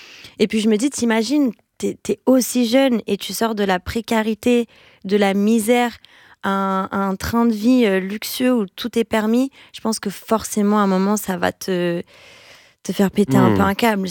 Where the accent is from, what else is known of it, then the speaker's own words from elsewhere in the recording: Brazil; now in France; moi en tant que Brésilienne en France